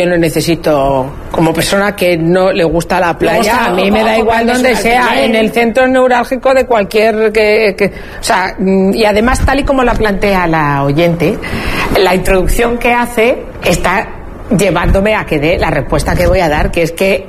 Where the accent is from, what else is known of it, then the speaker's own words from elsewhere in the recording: Málaga, Andalusia, Spain; soy de Málaga y soy periodista.